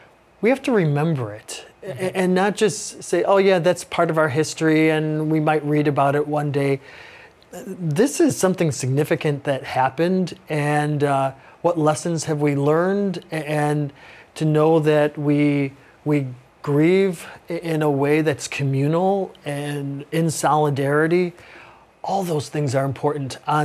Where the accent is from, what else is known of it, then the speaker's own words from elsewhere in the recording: Chicago, Illinois, United States; I'm from Chicago, yeah. So I had family and friends who attended that particular baseball game